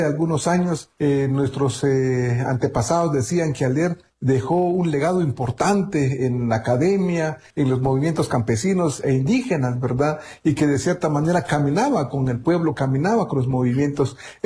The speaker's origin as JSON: {"language": "Spanish", "country": "Guatemala", "first_language": "Kaqchikel", "second_language": "Spanish", "said": "Me gustaría también mandarles un saludo en mi idioma materno, que es el cachiquel, es un idioma es uno de los 22 idiomas mayas que hablamos aquí en Guatemala."}